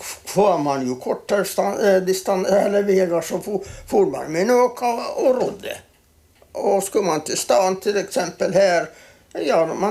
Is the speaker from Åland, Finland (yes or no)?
yes; Skobholm, Åland, Finland; born there; Ja, jag är född på Skobholm.